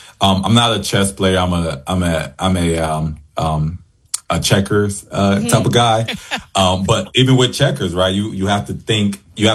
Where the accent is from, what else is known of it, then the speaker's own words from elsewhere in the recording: Detroit, Michigan, United States; I remember when I was growing up in Detroit